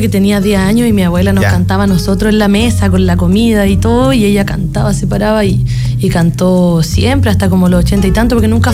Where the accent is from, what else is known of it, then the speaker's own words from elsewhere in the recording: Buin, Santiago Metropolitan Region, Chile; born there; cerca de Buin, que es donde yo nací